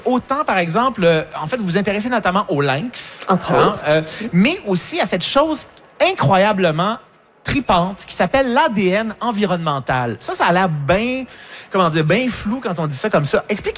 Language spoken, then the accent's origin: French; Montreal, Quebec, Canada; Parce que quand on vient de Montréal, pour nous, c'est comme pas mal la limite